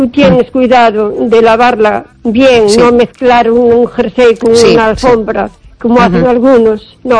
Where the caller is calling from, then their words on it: O Carballiño, Galicia, Spain; de Carballiño.